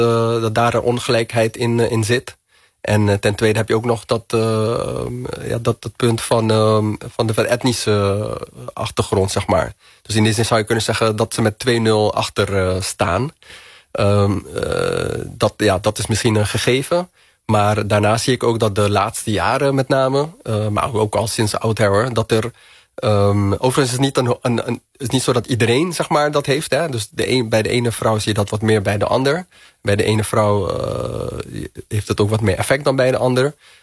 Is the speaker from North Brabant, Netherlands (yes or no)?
no; Rotterdam, South Holland, Netherlands; Ik kom uit Rotterdam, maar stel je voor, er zijn Rotterdammers die op een gegeven moment emigreren.